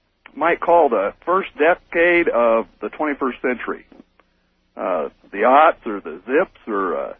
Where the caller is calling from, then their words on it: Newberg, Oregon, United States; from Newburgh, Oregon.